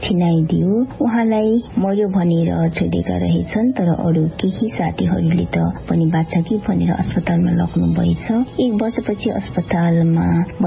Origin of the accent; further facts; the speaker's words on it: Dolakha, Bagmati, Nepal; मेरो गाउँ दोलखाको एक विकट ठाउँमा छ त्यो समयमा गाउँको नजिक स्कुलहरू थिएनन्